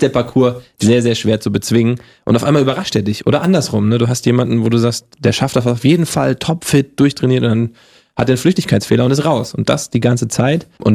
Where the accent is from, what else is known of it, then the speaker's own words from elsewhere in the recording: Hesse, Germany; accent: Hessian; Das Hessisch abtrainieren, komme ich aus Hessen, da hatte ich so diesen diesen Dialekt gleich drauf, der wurde mir abtrainiert, war auch gut so, aber ohne, dass ich jetzt meine hessischen Wurzel verliere.